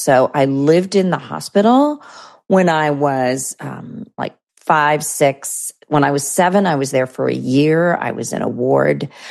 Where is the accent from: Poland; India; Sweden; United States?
India; born there; I was born in India to Christian parents.